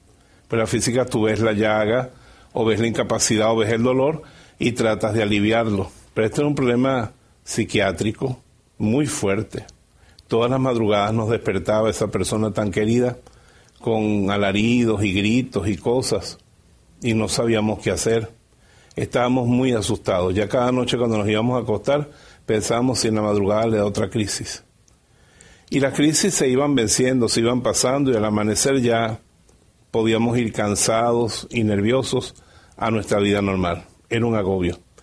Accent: Venezuela; born there; en mi pueblo pequeño en Venezuela, donde yo vivía

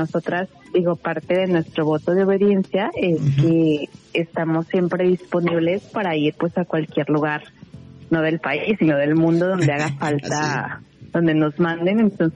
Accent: Mexico; moved away; siendo además mexicanas

